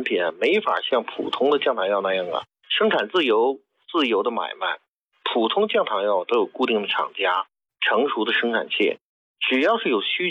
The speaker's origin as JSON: {"language": "Chinese", "country": "China"}